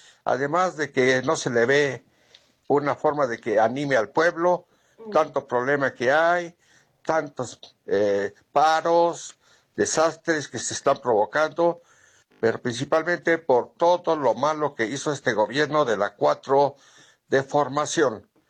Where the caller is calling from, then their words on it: Toluca, State of Mexico, Mexico; de Toluca.